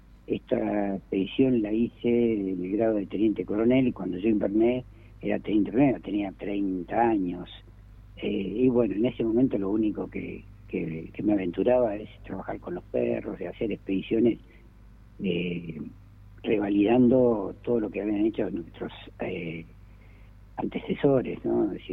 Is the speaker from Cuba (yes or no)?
no; Argentina; los argentinos